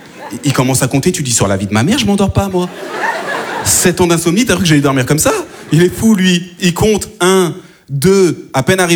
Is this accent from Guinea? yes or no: no; France; born there; Je lui dis non madame, je suis pantillais, je suis d'origine malienne. Elle me dit c'est bizarre parce que vous parlez bien français. J'ai dit, madame, si je parle bien français, c'est peut-être parce que je suis né en France